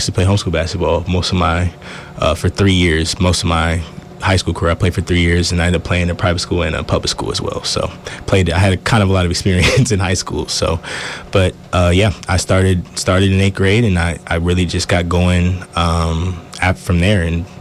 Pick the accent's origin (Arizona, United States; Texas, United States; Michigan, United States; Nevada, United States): Texas, United States; now in Alaska, United States; I did. I've been born and raised in Texas. Texas my whole life.